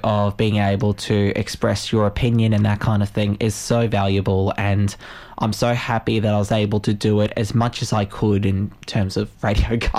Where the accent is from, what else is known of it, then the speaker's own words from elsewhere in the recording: Queensland, Australia; now in Launceston, Australia; It wasn't here in Launceston. It was up in my hometown in regional Queensland.